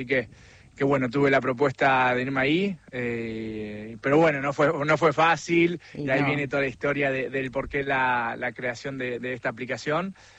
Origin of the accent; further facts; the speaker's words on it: Argentina; moved away as an adult; also born or lived in Brazil; now in Montpellier, France; tenía ganas de volver a Argentina con mis amigos